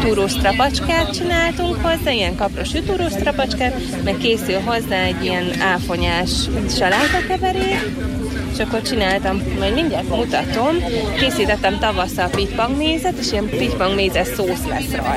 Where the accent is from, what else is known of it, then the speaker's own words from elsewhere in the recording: Kács, Borsod-Abaúj-Zemplén, Hungary; born there; Hát nagymamám, ő Kácsi, én itt születtem egyébként Kácson.